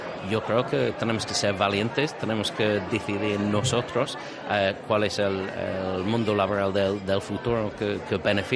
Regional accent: United Kingdom; Spanish is a second language; now in Spain; Me estás preguntando como británico

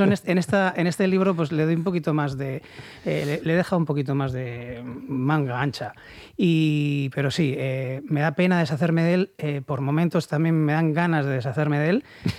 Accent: Bilbao, Basque Country, Spain; yo soy de Recalde, sí. Y he ido a estudiar ahí a Sadrián, desde pequeño.

